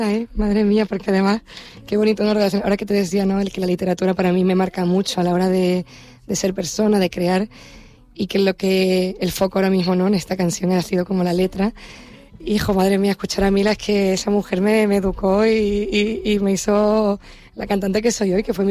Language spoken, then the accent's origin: Spanish; Canary Islands, Spain; moved away; Mi raíz, evidentemente, y mi lugar para volver